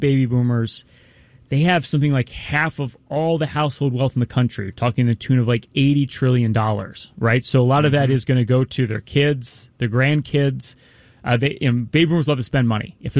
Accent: Philadelphia, Pennsylvania, United States; Because I'm from Philadelphia.

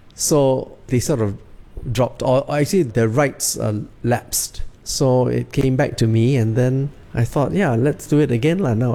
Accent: Singapore; I continue my search for this, for my Singapore identity.

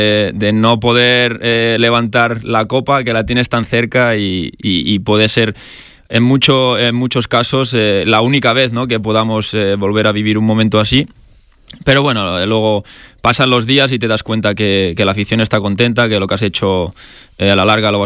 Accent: Girona, Catalonia, Spain; now in Madrid, Spain; pasar unos buenos días también ahora en mi tierra, que voy para allá, para Girona, que hace mucho tiempo que no voy, y disfrutar ahora.

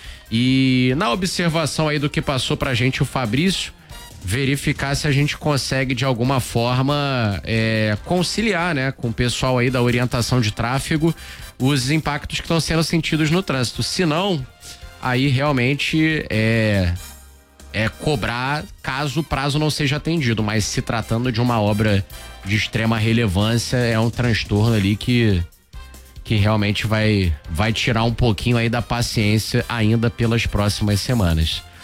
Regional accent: Rio de Janeiro, Brazil; moved away; Eu sou cria da Vila Cosmos.

